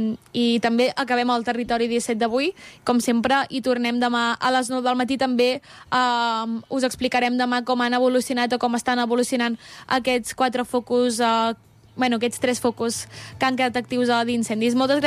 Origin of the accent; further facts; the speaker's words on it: Hostalets, Catalonia, Spain; al meu poble Hostalets, que tampoc hi vaig poder ser, també van muntar una pantalla, activitats